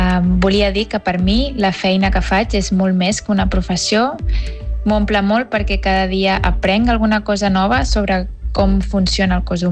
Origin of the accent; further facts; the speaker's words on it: Lloret de Mar, Catalonia, Spain; now in Basel, Switzerland; soc de Lloret, però visc a Basilea, Suïssa